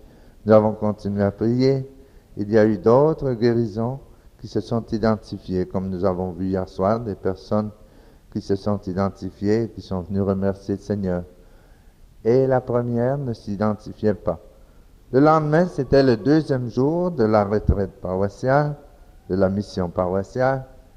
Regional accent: Dominican Republic; C'est un pays tropical, chez nous, en République dominicaine, et c'est facile de célébrer à l'extérieur.

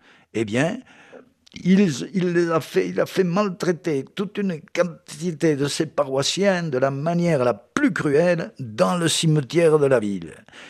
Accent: Brittany, France; chez nous en Bretagne, en Armorique

